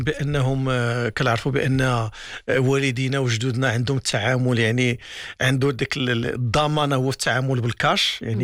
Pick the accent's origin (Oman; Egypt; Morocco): Morocco; عندنا في المغرب